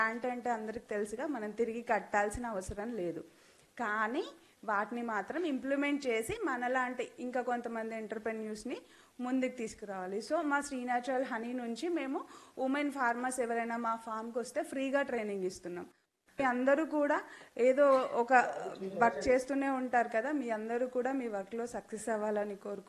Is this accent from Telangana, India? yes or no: yes; Karimnagar, Telangana, India; నేను కరీంనగర్ నుంచి వచ్చాను.